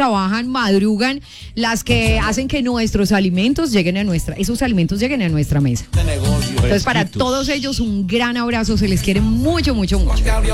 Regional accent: Eje Cafetero, Colombia

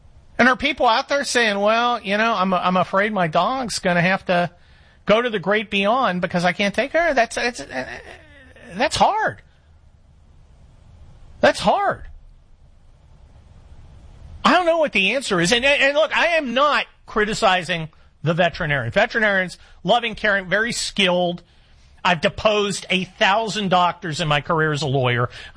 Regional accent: Scotland, United Kingdom

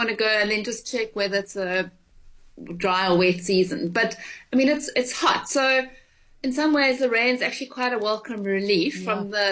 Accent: South Africa; as a South African

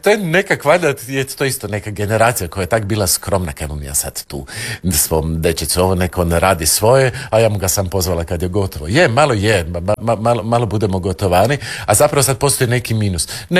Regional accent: Zagreb, City of Zagreb, Croatia; Odrastao sam u Prečkom.

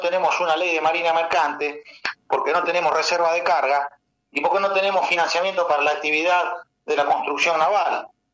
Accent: Argentina; Nosotros los argentinos

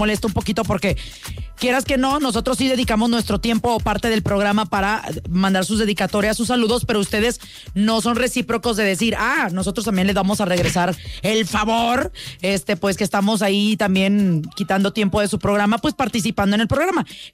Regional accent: Mazatlán, Sinaloa, Mexico; Aunque nací en Mazatlán, pues es que cuando yo crecí no había ni un equipo en Mazatlán, que yo sepa.

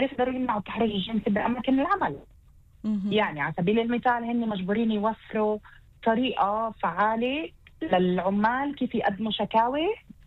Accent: Israel

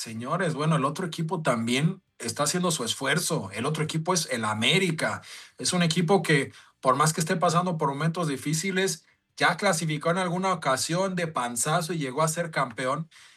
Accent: Guadalajara, Jalisco, Mexico; Pumas y el Chivas es el equipo de mi padre, de mi abuela era también, y yo soy de Guadalajara.

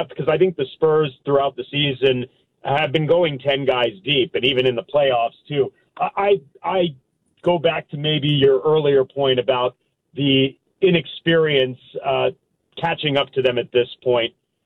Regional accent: Boston, Massachusetts, United States; as somebody who grew up in the Northeast, I grew up in Boston. I've been to big time Red Sox and Celtics games

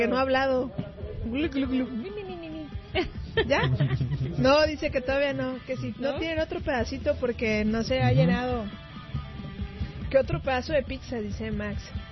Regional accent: Guadalajara, Jalisco, Mexico; Pero soy de Guadalajara

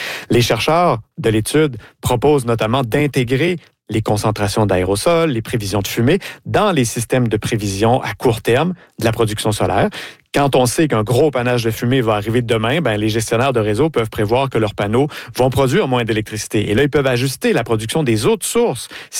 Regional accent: Quebec, Canada; Ben, moi, j'ai grandi en Gaspésie, dans la baie des Chaleurs

